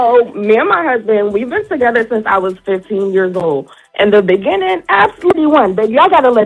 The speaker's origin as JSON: {"language": "English", "town": "Wilmington", "region": "Delaware", "country": "United States", "said": "I'm from Northside, Delaware, right off of Washington Street, 26th and Washington."}